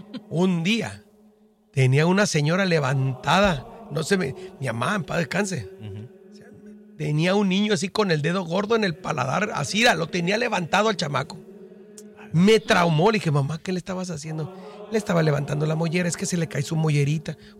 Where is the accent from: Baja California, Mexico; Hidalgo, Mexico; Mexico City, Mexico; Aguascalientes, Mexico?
Baja California, Mexico; Tijuana; Yo soy tijuanense, allá en la vivíamos en La Libertad.